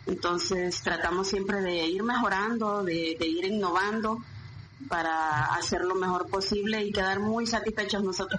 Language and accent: Spanish; El Salvador; Nuestro fuerte siempre ha sido el tropical, ese ha sido nuestro género más fuerte, como típico salvadoreño, ¿verdad?